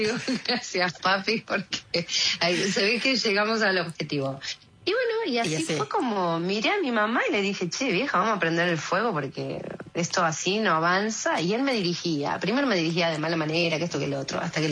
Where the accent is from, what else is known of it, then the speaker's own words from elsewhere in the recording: Banfield, Buenos Aires Province, Argentina; now in San Vicente, Argentina; Yo, bueno, zona sur, yo me crié en Banfield.